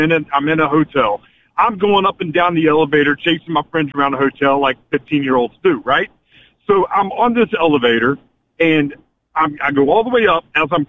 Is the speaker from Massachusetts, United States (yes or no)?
no; West Virginia, United States; Now, straight up, I'm from West Virginia. You don't see famous people.